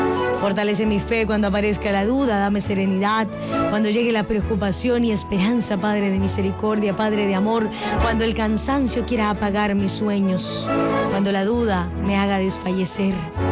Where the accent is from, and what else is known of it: Colombia